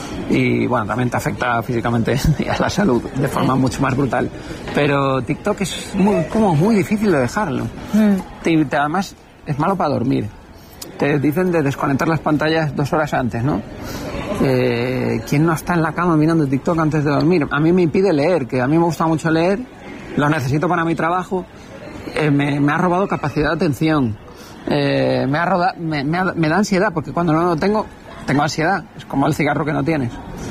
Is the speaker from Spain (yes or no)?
yes; Canary Islands, Spain; born there; yo vengo a ser gallego, gallego, gallego. Eso a mi madre le partía el corazón. Porque yo nací en Canarias, tú eres canario.